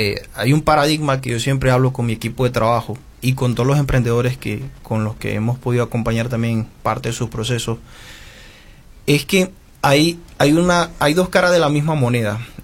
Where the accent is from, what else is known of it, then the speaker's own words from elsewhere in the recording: Venezuela; moved away as an adult; Y yo salí de Venezuela con el objetivo de trabajar y poder devolverme a Venezuela a casarme con Yagneri, que en ese momento estábamos comprometidos, pero los planes no fueron así.